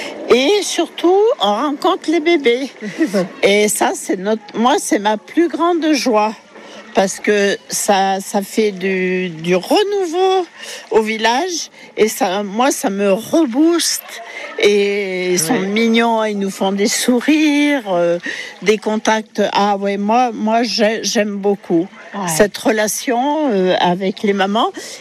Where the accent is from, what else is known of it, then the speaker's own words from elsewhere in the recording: Misouin, France; born there; moved away as an adult; je suis née à Misouin. Après, je suis partie de Misouin pour travailler comme beaucoup de gens dans les villages. Et là, j'ai décidé de prendre ma retraite à Misouin.